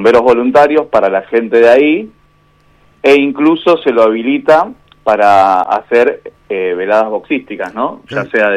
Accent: San Francisco Solano, Buenos Aires Province, Argentina; en San Francisco Solano. Soy nacido y criado en San Francisco Solano.

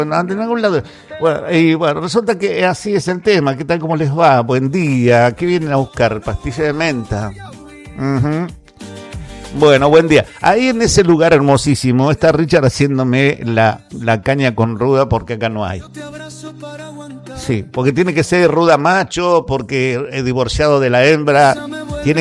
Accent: Bragado, Buenos Aires Province, Argentina; nosotros somos de acá de Bragado, provincia de Buenos Aires, República Argentina.

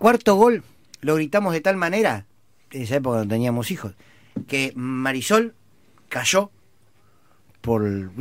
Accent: Argentina; somos una familia argentina.

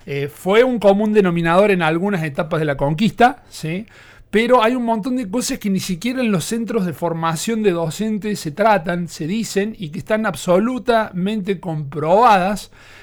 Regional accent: Mendoza, Argentina; que llega incluso hasta las tierras mendocinas nuestras

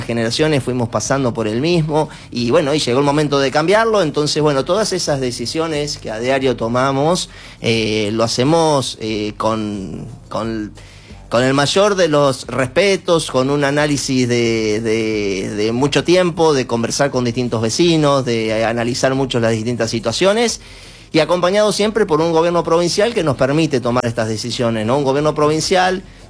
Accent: Toay, La Pampa, Argentina; born there; yo nací en Tuay

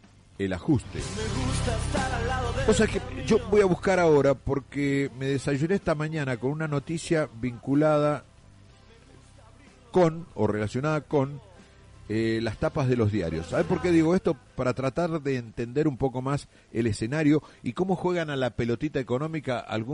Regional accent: Argentina; como sociedad, como argentinos

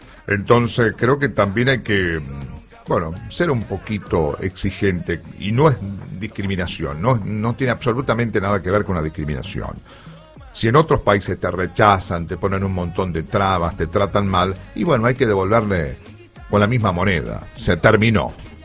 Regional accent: Argentina; Pero lo más importante es que nos sintamos bien como argentinos.

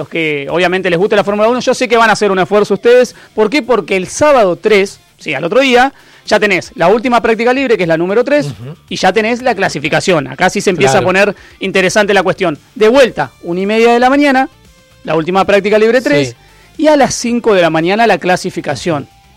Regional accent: Argentina; somos argentinos

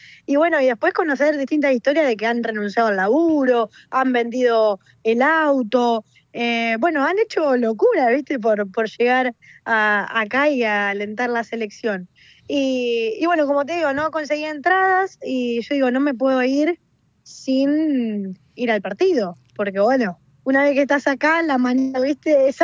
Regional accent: Rojas, Buenos Aires Province, Argentina; yo soy de Rojas

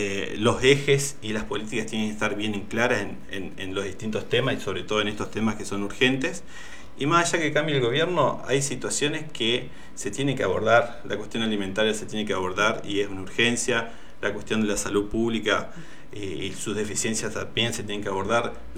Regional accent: Diamante, Entre Ríos, Argentina; somos vecinos de Diamante

